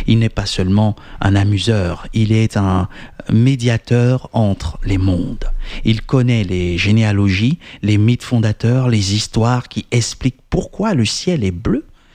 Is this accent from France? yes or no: no; Côte d’Ivoire; born there; moi, je suis né en Côte d'Ivoire.